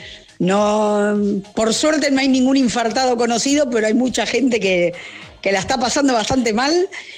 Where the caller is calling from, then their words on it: Argentina; Los nacidos acá vamos a hinchar por Argentina. En el caso mío, mamá de Añaro, papá de Viñera de Abajo.